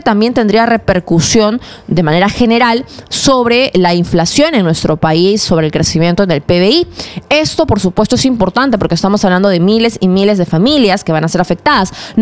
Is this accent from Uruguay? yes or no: no; Peru; nosotros como peruanos